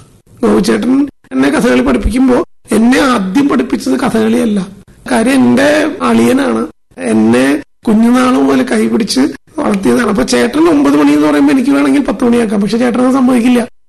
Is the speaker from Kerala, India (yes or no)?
yes; Irinjalakuda, Kerala, India; ഞാൻ ഇഴഞ്ഞാലക്കുടക്കാരനാണ്.